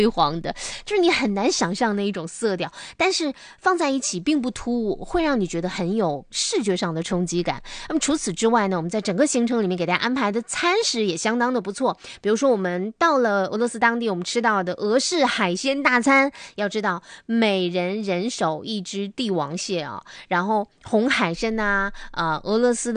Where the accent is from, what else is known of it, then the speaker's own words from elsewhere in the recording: Northeast China, China; 这也真的是独属于我们东北人的一种浪漫吧